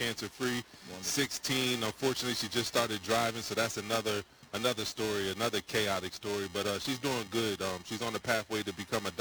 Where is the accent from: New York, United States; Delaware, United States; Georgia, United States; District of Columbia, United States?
Delaware, United States; also born or lived in Camden, New Jersey; now in Texas, United States; I'm actually from Camden. So I was born in Camden. I moved to Delaware, and I was raised there. But it's hard to get back to the East Coast now that we live in Texas.